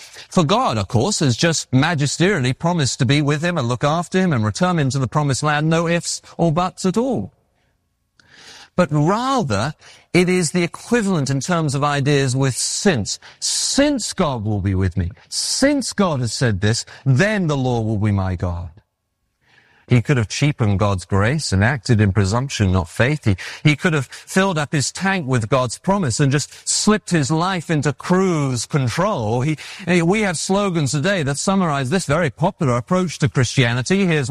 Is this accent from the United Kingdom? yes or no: yes; England, United Kingdom; moved away as an adult; now in United States